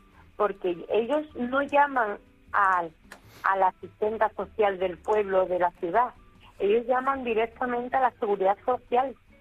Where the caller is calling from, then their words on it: Medina-Sidonia, Andalusia, Spain; Soy de Medina Sidonia, Cádiz.